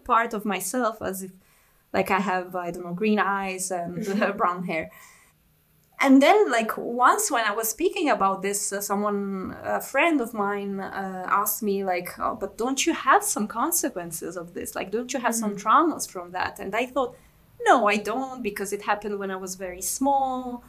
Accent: Florence, Tuscany, Italy; born there; English is a second language; also born or lived in Bosnia / Prague, Czech Republic; I spent most of my life in Florence, but I lived for 2 years in Prague, in Czech Republic

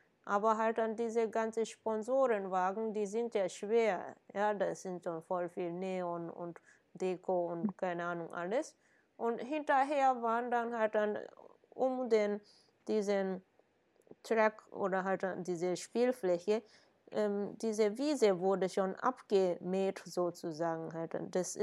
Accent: Kyoto, Japan; Ja, auch in Kyoto, wo ich herkomme, da waren dann halt größtenteils abgesagt

